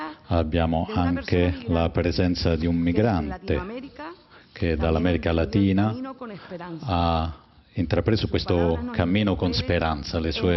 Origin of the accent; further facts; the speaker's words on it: Nigeria; moved away; sono nigeriana, provengo da una famiglia di 8 fratelli e fin da piccolo ho imparato che cosa significa lottare ogni giorno solo per sopravvivere. Non ho lasciato il mio paese perché lo volevo